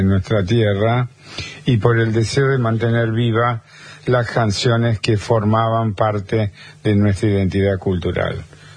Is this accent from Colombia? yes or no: no; Tostado, Santa Fe, Argentina; Yo soy de Tostado, o sea que también soy...